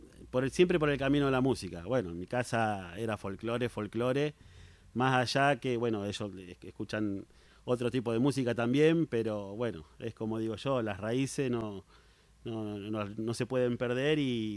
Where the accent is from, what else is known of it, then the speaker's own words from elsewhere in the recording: Buenos Aires, Argentina; mi papá era santiagueño, de Mailín, y bueno, en Buenos Aires, criado entre tíos, familia música